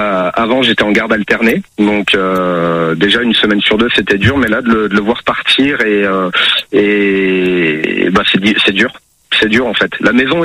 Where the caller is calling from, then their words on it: Clermont-Ferrand, Auvergne-Rhône-Alpes, France; Alors moi je suis à Clermont-Ferrand